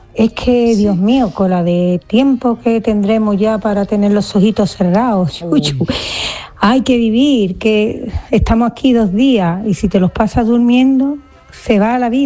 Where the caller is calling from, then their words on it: Seville, Andalusia, Spain; de Sevilla.